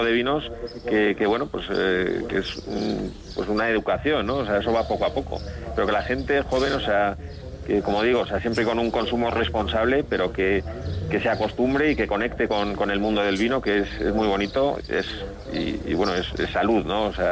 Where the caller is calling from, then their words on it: Pedrosa de Duero, Castile and León, Spain; Estamos en Pedrosa de Duero, un pequeño pueblecito aquí en la provincia de Burgos, como bien dices, limítrofe ya casi con la provincia de Valladolid. Para que la gente se haga una idea, pues entre Peñafiel y Aranda de Duero, más o menos, al lado de Roa